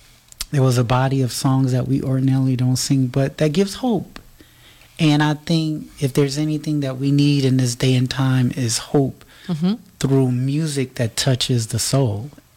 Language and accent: English; Chicago, Illinois, United States; now in Kalamazoo, United States; And so last year I had the opportunity to hear Spelman College Glee Club in Chicago, my hometown.